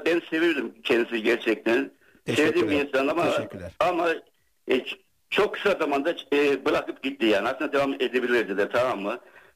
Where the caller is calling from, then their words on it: Ankara, Turkey; Ben Ankara'dan.